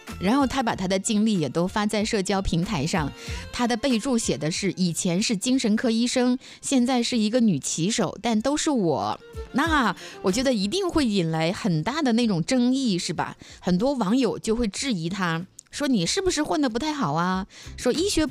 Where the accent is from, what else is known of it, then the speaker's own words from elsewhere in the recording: Dalian, Liaoning, China; moved away; 就像我回到了我的家乡大连啊，